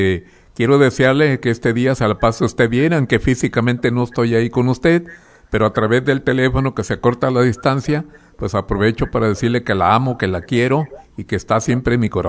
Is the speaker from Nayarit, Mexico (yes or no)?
yes; Nayarit, Mexico; moved away as an adult; also born or lived in California; estuve muchos años en parte de California, yo no me enamoré, ¿eh? Yo jamás dije, no, yo aquí no me quedo, yo quiero irme a mi tierra, a Nayarit, a vivir a mi tierra.